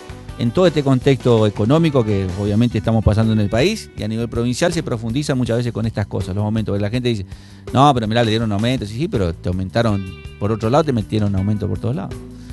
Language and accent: Spanish; Santa Fe, Argentina; somos santafesinos de segunda categoría o segunda clase